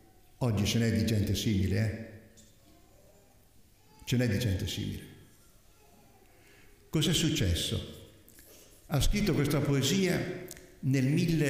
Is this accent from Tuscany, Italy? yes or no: yes; Tuscany, Italy; essendo io toscano